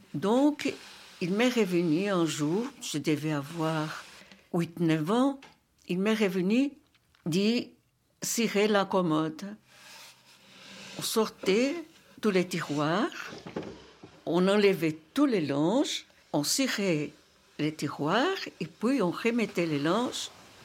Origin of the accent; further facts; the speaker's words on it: São Paulo, Brazil; French is a second language; moved away; Je suis née à São Paulo, au Brésil, le 26 octobre 1947. São Paulo, à cette époque-là, était déjà une grande ville. Et nous vivions à la périphérie sud.